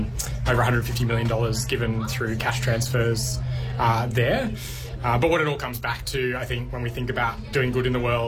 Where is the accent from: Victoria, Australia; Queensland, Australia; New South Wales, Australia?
New South Wales, Australia; Wollongong; So I grew up down here in Wollongong. I've still got family here.